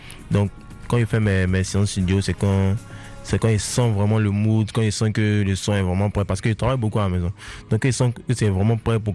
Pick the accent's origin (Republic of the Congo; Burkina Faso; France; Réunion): Burkina Faso; Bobo-Dioulasso, Hauts-Bassins; Tu vois, moi, j'ai grandi à Bobo. À Bobo, c'est un peu le Bronx, tu vois, c'est un peu le ghetto, tu vois, un peu.